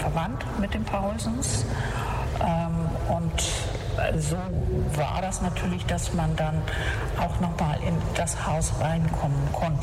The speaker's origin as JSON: {"language": "German", "town": "Alkersum", "region": "Schleswig-Holstein", "country": "Germany", "tie": "born or raised there", "said": "Aber meine Schwestern und ich, wir sind ja auf dem Hof geboren, wenn du so willst, oder groß geworden. Und wir haben so nie zum Dorf Alkersum dazugehört."}